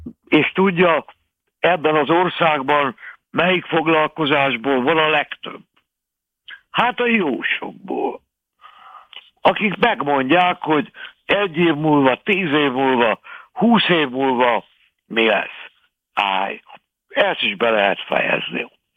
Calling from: Hungary; magyar vagyok

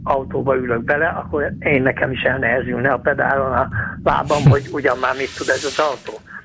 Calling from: Hungary; vidéki vagyok

